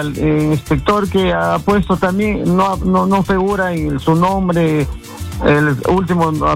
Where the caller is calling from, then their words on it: Lima, Peru; llamo de acá de San Juan de Origancho.